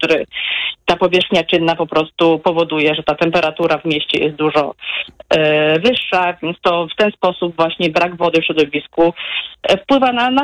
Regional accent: Warsaw, Masovian Voivodeship, Poland; I tutaj przedstawię taki przykład. Ja jestem z Warszawy.

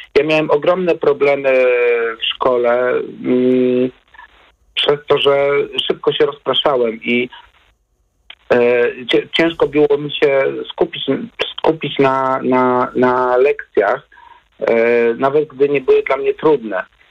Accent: Warsaw, Masovian Voivodeship, Poland; ja wychowywałem się na takim osiedlu na obrzeżach Warszawy

